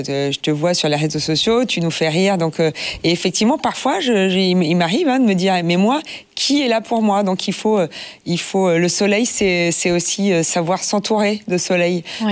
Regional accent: Southern France, France; now in Paris, France; Je viens du Sud et par tous les chemins, j'y reviens.

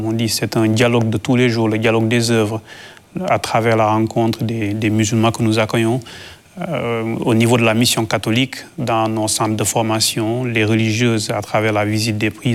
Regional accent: Senegal; moved away as an adult; now in Mauritania; en tant que Sénégalais

